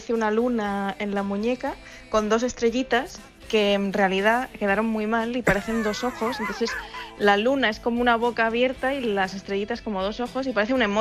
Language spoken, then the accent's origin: Spanish; Almería, Andalusia, Spain; yo me crié en Almería